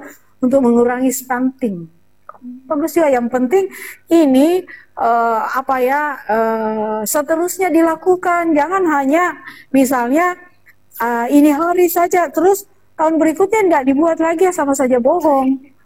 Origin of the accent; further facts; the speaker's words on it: Parepare, South Sulawesi, Indonesia; Kita ini orang Pare-Pare ini banyak ikan.